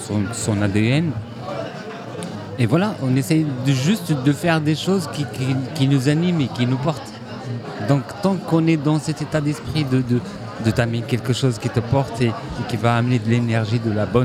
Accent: Morocco; en tant que Marocain, on va dire qu'on est ouvert à toutes les cultures.

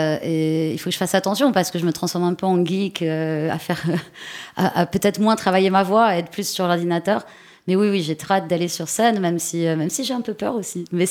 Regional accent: Paris, Île-de-France, France; also born or lived in Italy; Moi, j'ai appris le corse avec ma grand-mère, qui elle-même ne l'écrivait pas. Après, je suis une corse de la diaspora, j'ai grandi à Paris.

